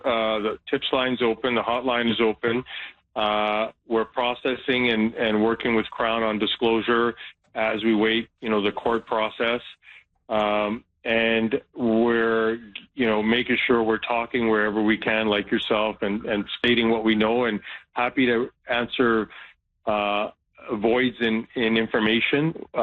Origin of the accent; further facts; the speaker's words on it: Vancouver, British Columbia, Canada; I grew up in Vancouver, served Vancouver, and it's the best city in the world, great police department.